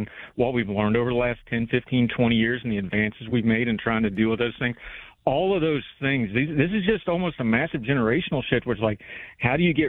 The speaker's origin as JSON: {"language": "English", "area": "Summersville", "region": "West Virginia", "country": "United States", "said": "if you're in a small town, I come from Sonersville, West Virginia, 2,800 to 3,000 people"}